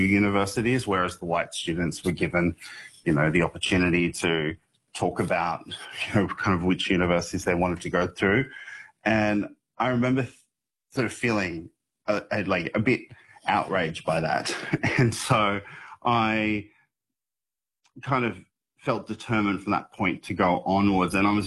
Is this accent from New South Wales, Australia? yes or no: yes; Bourke, New South Wales, Australia; Growing up in Bourke, I loved my community, my family.